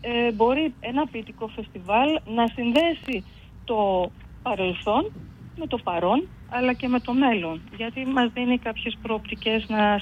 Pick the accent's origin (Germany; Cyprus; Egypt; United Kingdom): Germany; moved away as an adult; now in Naousa, Greece; Ναι, εκεί μεγάλωσα, εκεί σπούδασα.